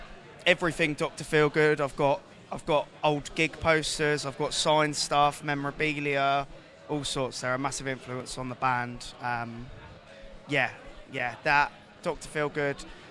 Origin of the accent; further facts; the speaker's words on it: Portsmouth, South East England, United Kingdom; I'm from Portsmouth